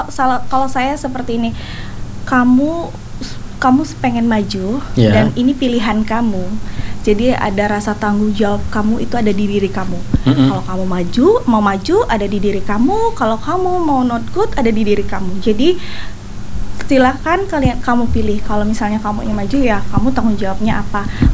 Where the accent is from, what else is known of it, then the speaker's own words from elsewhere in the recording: Palembang, South Sumatra, Indonesia; di daerah saya, Kota Palembang